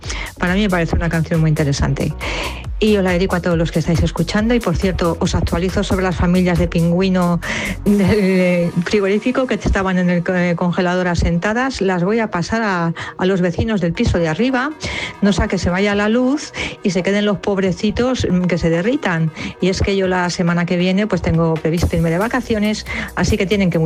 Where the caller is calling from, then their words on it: Madrid, Community of Madrid, Spain; de Madrid